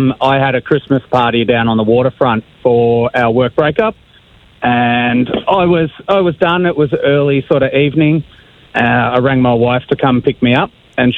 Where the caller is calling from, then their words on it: Mount Duneed, Victoria, Australia; So I live in Mount Dunedin.